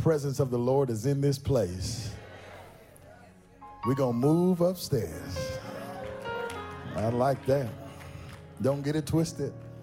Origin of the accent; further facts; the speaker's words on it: Oakland, California, United States; also born or lived in Richmond, California; I was born and raised in Oakland. We called it Oak Town. Born and raised, and then we moved to Richmond, California. Rich Town.